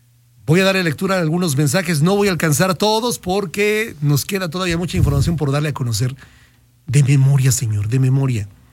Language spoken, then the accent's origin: Spanish; Aguascalientes, Mexico; now in Barcelona, Spain; Los estoy viendo desde Barcelona, España. Soy el número uno, soy de Aguascalientes.